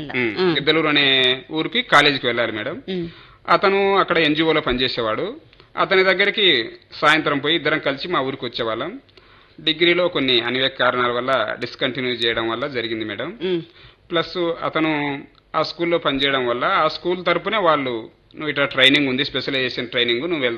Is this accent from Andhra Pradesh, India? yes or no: yes; Balireddipalli, Andhra Pradesh, India; మాది by birth అయితే నాది ప్రకాశం జిల్లా మేడం. ప్రకాశం జిల్లా కొమరోలు మండలం బాలెడ్డిపల్లి విలేజ్.